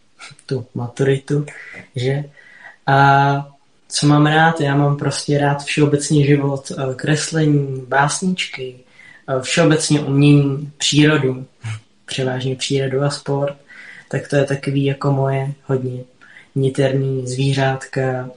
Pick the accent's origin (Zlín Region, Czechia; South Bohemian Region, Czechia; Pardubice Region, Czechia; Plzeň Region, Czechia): South Bohemian Region, Czechia; České Budějovice; Tak já jsem z Českých Budějovic.